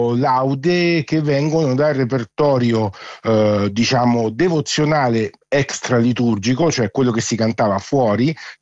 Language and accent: Italian; Umbria, Italy; accent: central Italian (Umbrian); dal mio accento immagino si capisca perché, vivendo nel centro d'Italia, in Umbria